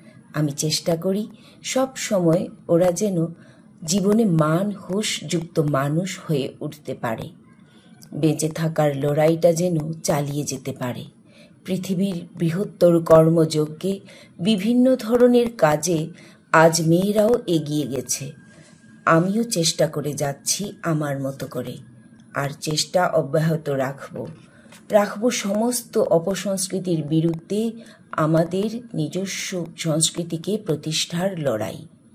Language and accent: Bangla; Kanchanpur, Tripura, India; moved away as an adult; now in Kumarghat, India; জন্মসূত্রে উত্তর ত্রিপুরা জেলার কাঞ্চনপুর মহকুমায় ছিলাম জীবনের দীর্ঘ 28 বছর।